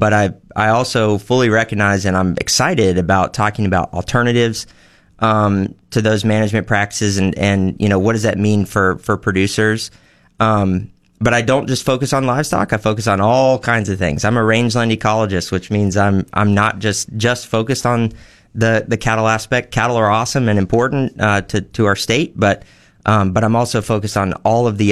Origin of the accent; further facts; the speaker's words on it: Anderson, South Carolina, United States; moved away as an adult; now in Nebraska, United States; And so my background is I'm originally from the Southeast. I grew up. My hometown is Anderson, South Carolina, just down the road from Clemson University.